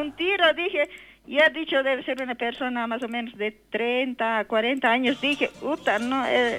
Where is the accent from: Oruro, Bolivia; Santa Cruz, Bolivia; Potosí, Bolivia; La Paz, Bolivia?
Oruro, Bolivia; born there; Yo, orureña